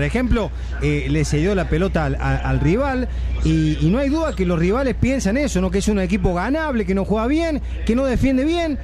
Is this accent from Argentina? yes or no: yes; Argentina